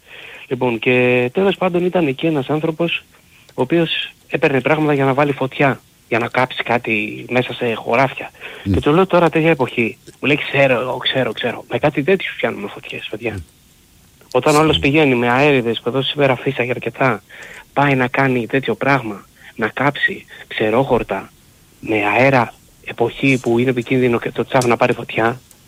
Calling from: Corinth, Peloponnese, Greece; από την Κόρινθο

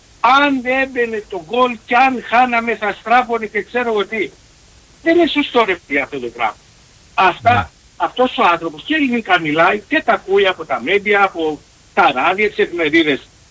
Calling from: Frankfurt, Hesse, Germany; Καλησπέρα. Είμαι … από τη Φραγκφούρτη.

